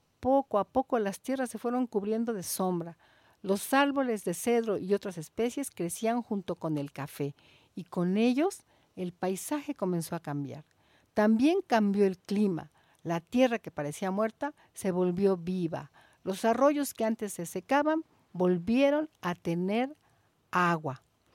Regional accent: Villa Corzo, Chiapas, Mexico; Nosotros somos las familias del Ejido Bonanza, un pequeño rincón en el municipio de Villa Corzo, Chiapas, enclavado en las estribaciones de la Sierra Madre de Chiapas.

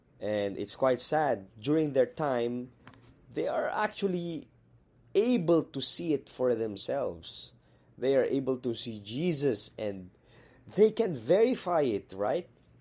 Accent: Baguio, Cordillera Administrative Region, Philippines; my hometown in Baguio City.

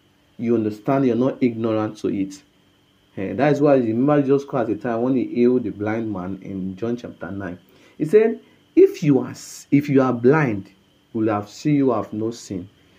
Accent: Okada, Edo, Nigeria

